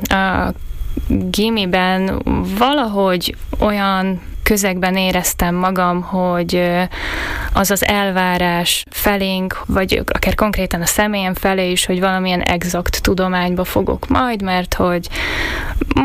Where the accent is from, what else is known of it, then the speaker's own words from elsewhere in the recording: Slovakia; also born or lived in Brno / Berlin / Bratislava; a szlovák közegben egy kicsit magyarnak érezzük magunkat, ha meg elmegyünk Magyarországra, egy kicsit szlováknak látnak.